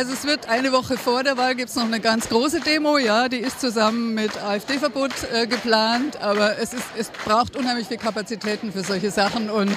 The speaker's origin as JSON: {"language": "German", "town": "Halle", "region": "Saxony-Anhalt", "country": "Germany", "said": "die sehr deutlich als Hallenser zeigen, dass wir den Siegmund hier nicht haben wollen"}